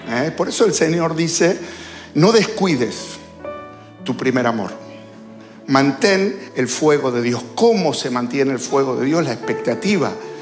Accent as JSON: {"language": "Spanish", "region": "Buenos Aires", "country": "Argentina", "tie": "born or raised there", "said": "Era bien jovencito. Me crié en la Capital Federal, así que yo nunca hice asado."}